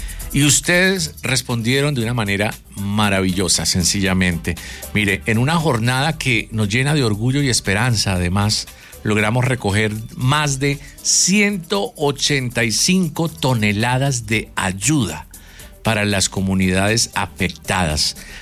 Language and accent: Spanish; Colombia; Esto nos enorgullece como colombianos.